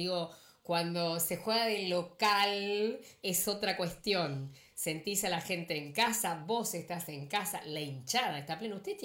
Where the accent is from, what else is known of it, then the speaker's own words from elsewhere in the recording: Argentina; como diciendo, también somos argentinas, ojo chicas, por favor.